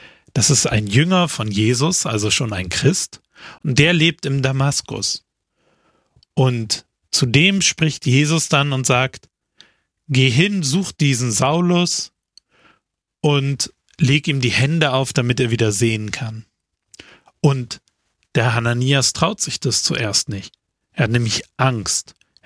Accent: Austria; Zumindest heißt sie bei uns in Österreich so.

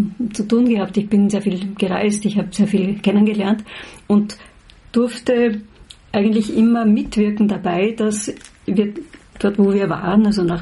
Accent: Vienna, Austria; ich bin Wienerin und bin in Wien zu Hause und dort ist also absolut mein Lebensmittelpunkt immer gewesen und ist es auch weiterhin.

